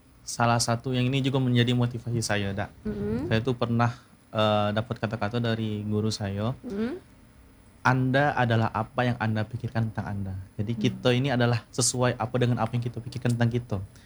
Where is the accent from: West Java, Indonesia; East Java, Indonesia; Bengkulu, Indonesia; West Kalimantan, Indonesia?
Bengkulu, Indonesia; kita ini orang Bengkulu, orang-orang suku Melayu nih.